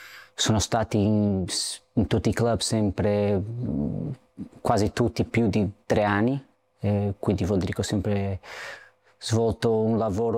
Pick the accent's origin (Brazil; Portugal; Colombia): Portugal; Italian is a second language; e come portoghese, come che non siamo molto diversi dagli italiani da tanti secoli che abbiamo girato al mondo.